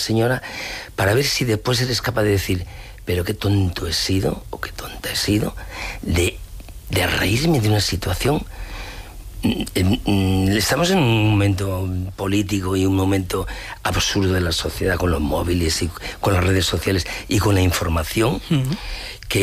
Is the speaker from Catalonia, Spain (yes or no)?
no; Ourense, Galicia, Spain; Yo soy orense, orensano.